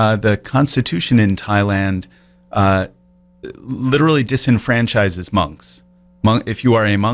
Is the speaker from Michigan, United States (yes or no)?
no; Cleveland, Ohio, United States; now in Vermont, United States; I grew up in Cleveland.